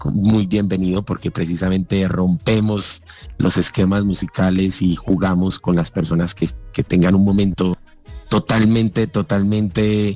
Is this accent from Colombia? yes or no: yes; Colombia; Exactamente, o sea, es una cosa que nos supera, que nos despierta todos los sentimientos como colombianos.